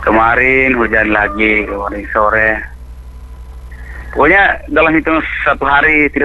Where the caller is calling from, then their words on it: Lembang, South Sulawesi, Indonesia; kita di sini yang di daerah sini ya, daerah Lembang ini